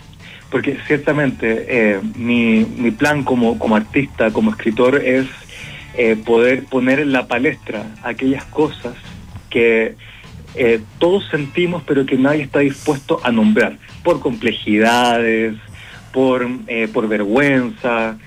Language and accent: Spanish; Antofagasta, Chile; moved away as an adult; que es mi ciudad natal. Crecí en Antofagasta, soy antofagastino, estudié en Antofagasta básica y educación media.